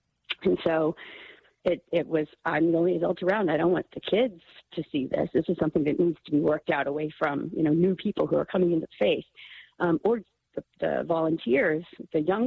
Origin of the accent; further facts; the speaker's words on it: Ireland; I'm Irish. I'm Catholic. I've been Catholic forever.